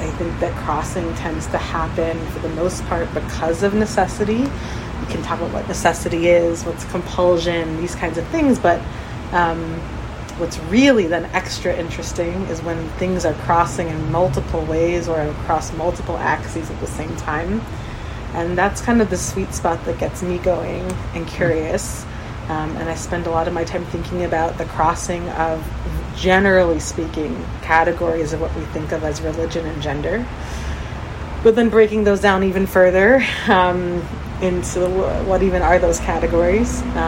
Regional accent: Cleveland, Ohio, United States; And I hail from the Cleveland area and really enjoy inhabiting different parts of the Rust Belt.

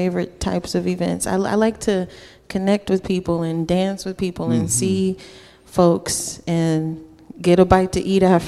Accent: Chicago, Illinois, United States; And, what you know, I'm from Chicago, but I went to school in Michigan.

